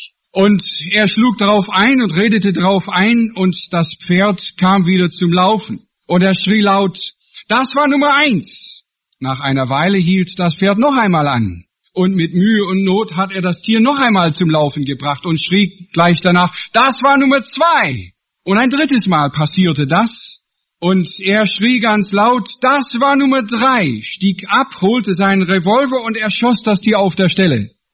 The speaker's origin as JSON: {"language": "German", "region": "Washington", "country": "United States"}